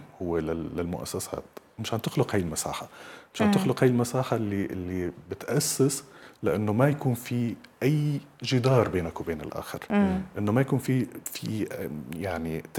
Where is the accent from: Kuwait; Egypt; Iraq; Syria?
Syria; إحنا سوريين، فكسوريين